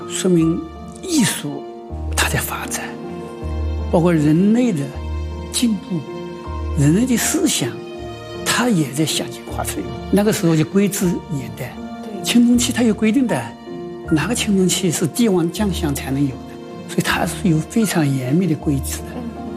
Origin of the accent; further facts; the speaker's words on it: China; 我们中国人